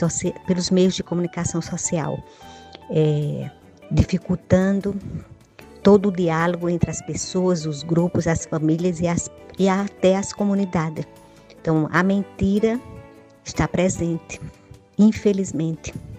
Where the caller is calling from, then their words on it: Campina Grande, Paraíba, Brazil; sou de Campina Grande, Paraíba.